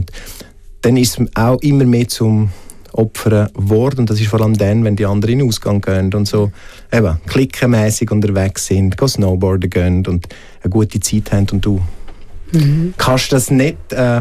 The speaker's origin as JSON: {"language": "German", "region": "Graubünden", "country": "Switzerland", "tie": "born or raised there", "moved": "yes", "said": "als ich dann weg bin aus dem Engadin, als ich auf Zürich bin."}